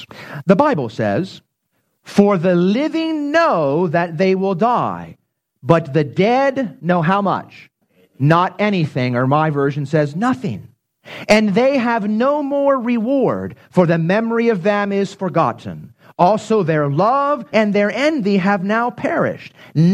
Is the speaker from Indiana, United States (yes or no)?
no; Pennsylvania, United States; When I grew up in Pennsylvania